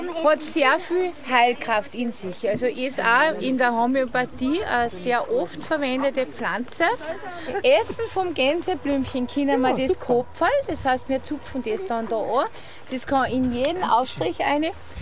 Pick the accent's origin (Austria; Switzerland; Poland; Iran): Austria; Mitterndorf; Ich bin aus Mitterndorf.